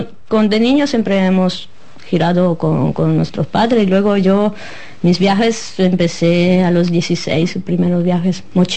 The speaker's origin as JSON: {"language": "Spanish", "country": "Switzerland", "second_language": "Spanish", "moved": "as an adult", "said": "También yo son más de 15 años, creo, que no vivo en Suiza"}